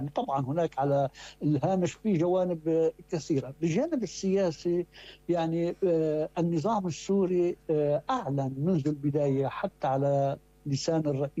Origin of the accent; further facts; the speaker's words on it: Lebanon; نحن بنعرفه كلبنانيين